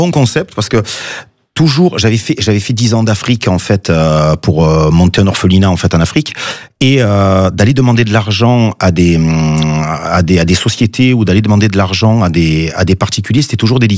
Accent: Marseille, Provence-Alpes-Côte d'Azur, France; Ben, je suis de Marseille, donc. Ouais. Marseille, le plus dur à sortir, c'est le ballon, c'est pas l'enfant.

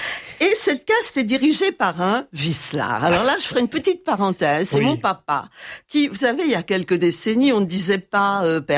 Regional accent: Lyon, Auvergne-Rhône-Alpes, France; Je suis lyonnaise d'origine.

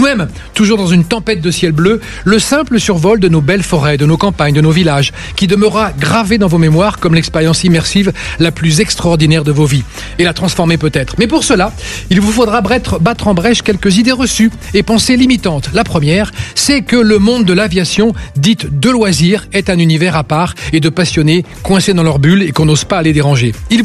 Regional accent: Pays de la Loire, France; Je suis du Maine-et-Loire, je ne suis pas loin, je passerai vous rendre visite.

